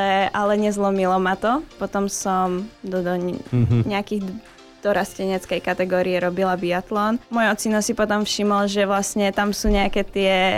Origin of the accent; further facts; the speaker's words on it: Hronec, Banská Bystrica Region, Slovakia; tým, že sme z Hronca vlastne Kuštík je Osrblie.